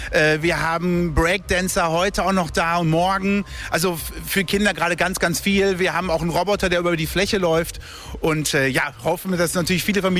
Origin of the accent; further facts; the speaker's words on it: Dortmund, North Rhine-Westphalia, Germany; ich bin ja Dortmunder seit 49 Jahren